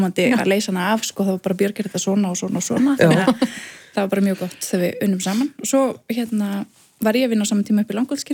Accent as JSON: {"language": "Icelandic", "town": "Ísafjörður", "region": "Westfjords", "country": "Iceland", "tie": "born or raised there", "said": "Ólst þar upp í tónlistaskólanum og kórastarfinu þar og hérna bara dásamlegu staður til að alast upp."}